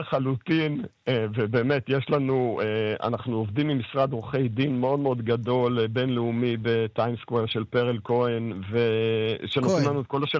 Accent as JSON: {"language": "Hebrew", "town": "Ashkelon", "region": "Southern District", "country": "Israel", "tie": "born there", "also_born_or_lived": "Beersheba / Kfar Saba", "moved": "yes", "lives_now": "Givat Ada, Israel", "said": "אני נולדתי בבאר שבע, גדלתי באשקלון, המשכתי בכפר סבא והגעתי לגבעת עדה."}